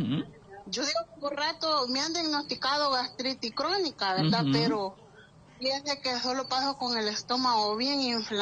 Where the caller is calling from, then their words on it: Sociedad, Morazán, El Salvador; Soy de aquí del Salvador.